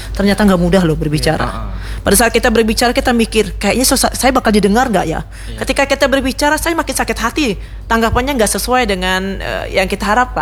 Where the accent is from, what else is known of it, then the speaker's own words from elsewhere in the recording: Indonesia; kita sejak kecil di masa lalu di Indonesia kita tidak terbiasa mengekspresikan perasaan.